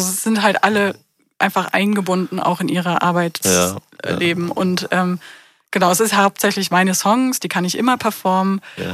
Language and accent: German; Thuringia, Germany; Und weil ich das ist ja meine Heimatregion, also Thüringen, da spiele ich auch gerne mal.